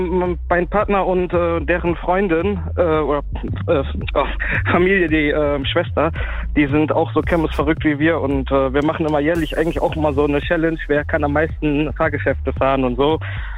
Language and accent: German; Düsseldorf, North Rhine-Westphalia, Germany; Ich komme aus Düsseldorf.